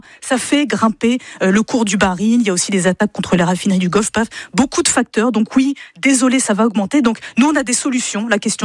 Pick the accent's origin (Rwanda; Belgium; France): France; c'est le thermomètre du prix du pétrole chez nous en France.